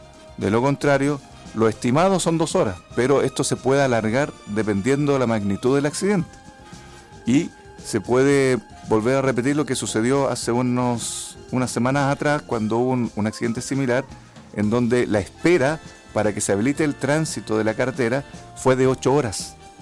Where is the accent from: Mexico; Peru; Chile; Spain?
Chile; southern Chile; somos del sur de Chile